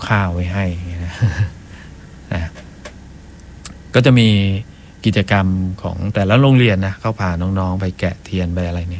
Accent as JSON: {"language": "Thai", "region": "Ubon Ratchathani", "country": "Thailand", "said": "คือเราเป็นคนอุบลพอรู้ถึงขั้นตอนตั้งแต่เริ่มต้นกว่าจะมาเป็นเทียนเนี่ย"}